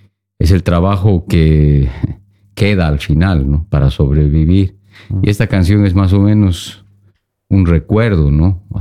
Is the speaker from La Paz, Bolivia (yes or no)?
no; Sucre, Chuquisaca, Bolivia; moved away as an adult; now in Oslo, Norway; soy de Bolivia, de Sucre, del centro del país. Mm. Valle Alto, ¿no? A 2700, de ahí vengo, sí.